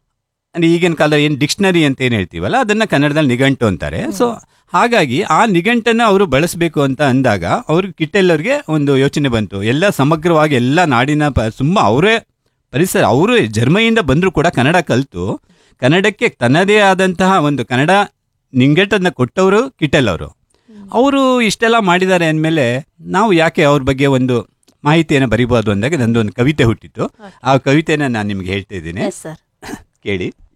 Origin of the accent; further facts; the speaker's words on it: Sakleshpur, Karnataka, India; now in Shivamogga, India; ನಾವು ಮೂಲತಃ ಹಾಸನ ಜಿಲ್ಲೆ ಸಕಲೇಶ್ಪುರ ತಾಲೂಕಿನವರು. ಸಕಲೇಶ್ಪುರನೇ ನಮ್ಮ ಊರು. ನಾವು ಇಲ್ಲಿ ಈಗ ಶಿವಮೊಗ್ಗದಲ್ಲಿ ಆಲ್ಕೊಳದಲ್ಲಿ ಸ್ವಂತ ಮನೆ ಮಾಡಿಕೊಂಡು ಇಲ್ಲೇ ಸೆಟ್ಲ್ ಆಗಿರ್ತೇವೆ.